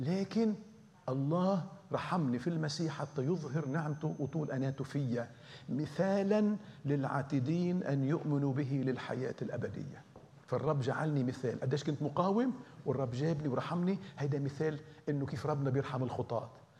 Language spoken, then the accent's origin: Arabic; Lebanon; accent: Lebanese; نحن من لبنان بنقولها عادي